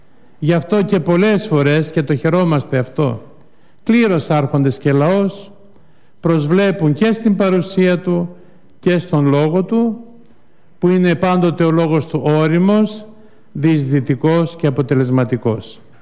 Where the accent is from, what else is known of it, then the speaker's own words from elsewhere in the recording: Greece; μια που είμαστε Έλληνες, είμαστε Ρωμνοί